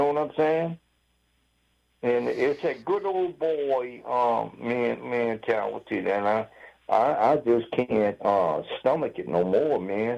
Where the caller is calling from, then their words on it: United States; As an American